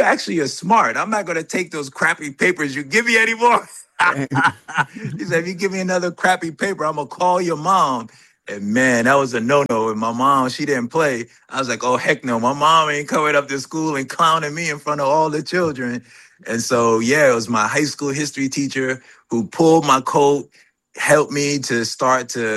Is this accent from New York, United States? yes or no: yes; New York, United States; moved away as an adult; now in Washington, D.C., United States; was born, yes, in Crooklyn, New York. And although I don't know if I could even claim my Crooklyn roots anymore, because I was in the DMV maybe twice as long as I was in Brooklyn.